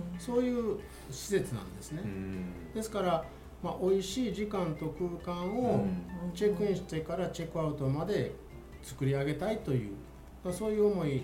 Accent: Hyogo, Japan; moved away as an adult; also born or lived in France; 僕自身が、まあ、生まれは兵庫県生まれなので、はいはい、そのこの兵庫というあの土地に対してのそういう、まあ、故郷的な愛着はあったんですけど

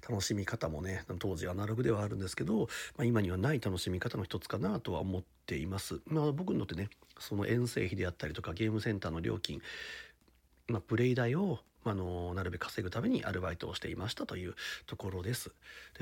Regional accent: Aichi, Japan; 僕たちはもう片田舎の愛知県の本当片田舎に住んでいて、

